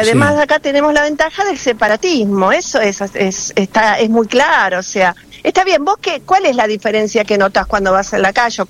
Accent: Buenos Aires, Argentina; si bien uno está acostumbrado, como porteña, te digo, 36 grados, ¿no? Como lo vivimos en Buenos Aires muchísimas veces.

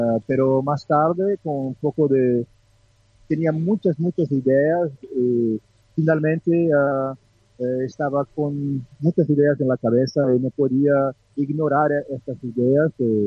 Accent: Brazil; Spanish is a second language; now in France; directamente de Francia, pero soy brasileño

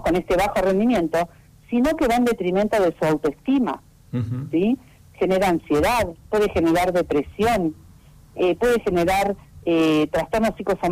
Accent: Argentina

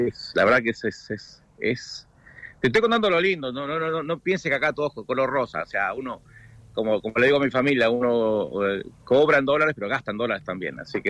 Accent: Comodoro Rivadavia, Chubut, Argentina; moved away as an adult; now in United States; yo nací en kilómetro 3, en General Mosconi, de Comodoro Rivadavia, y vivía en Radatili, y esto es como era el kilómetro 3 cuando yo era chico

